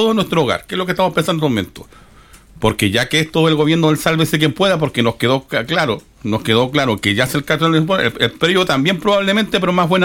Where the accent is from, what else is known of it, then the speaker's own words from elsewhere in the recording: Concepción, Biobío, Chile; Yo soy de Concepción